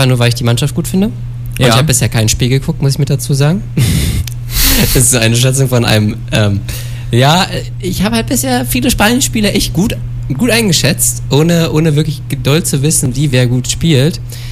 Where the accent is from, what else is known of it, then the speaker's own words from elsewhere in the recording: Germany; Man könnte mir jetzt vorwerfen, irgendwie ich bin böse gegenüber den Franzosen als Deutscher